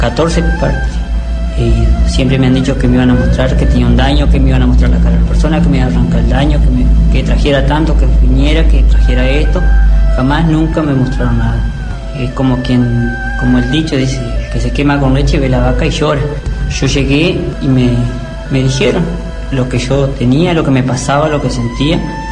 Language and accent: Spanish; Alvear, Corrientes, Argentina; soy de Alvear.